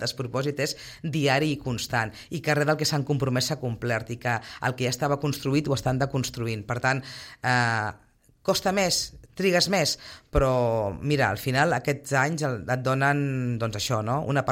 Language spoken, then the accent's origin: Catalan; Sitges, Catalonia, Spain; tots som veïns de Sitges, tots som sitgetans